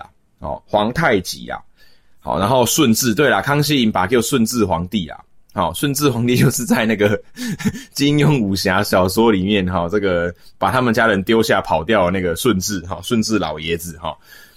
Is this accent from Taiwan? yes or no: yes; Taiwan; 我在台湾长大，我在台湾出生